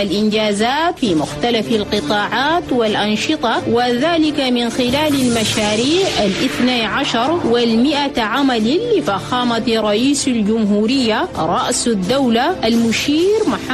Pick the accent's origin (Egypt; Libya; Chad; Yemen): Chad; بلدنا تشاد